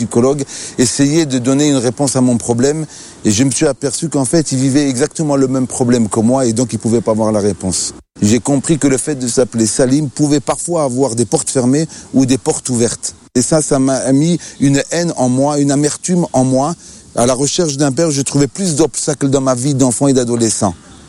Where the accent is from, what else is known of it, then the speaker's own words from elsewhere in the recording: Algeria; Moi, en tant qu'Algérien, je voulais être un homme fort. Avec ma religion musulmane, je pensais être quelqu'un de capable.